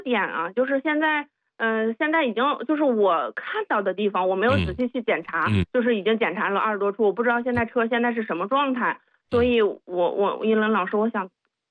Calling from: Tangshan, Hebei, China; 因为我们在唐山

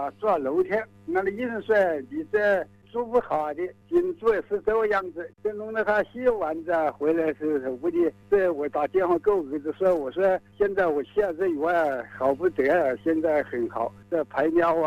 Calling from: Xiantao, Hubei, China; 我是仙桃市毛泽镇吴家拐村9楼。

